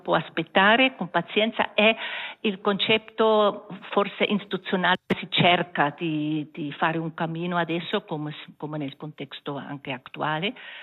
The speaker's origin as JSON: {"language": "Italian", "region": "German-speaking Switzerland", "country": "Switzerland", "second_language": "Italian", "said": "sono svizzera tedesca"}